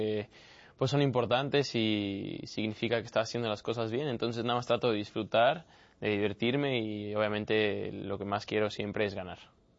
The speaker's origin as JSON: {"language": "Spanish", "country": "Mexico", "said": "nosotros como mexicanos"}